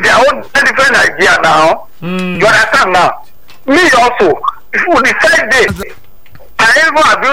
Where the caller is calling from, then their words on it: Igbogbo, Lagos, Nigeria; from Igbogbo.